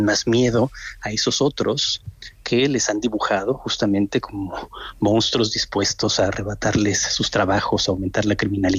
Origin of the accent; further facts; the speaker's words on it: Mexico; now in Madrid, Spain; soy mexicano y español y vivo en Madrid.